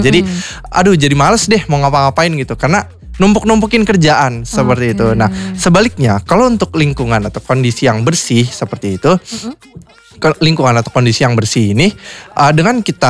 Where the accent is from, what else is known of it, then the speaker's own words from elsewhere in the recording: Bekasi, West Java, Indonesia; moved away as an adult; now in Purwokerto, Indonesia; aku asli orang Kota Bekasi ya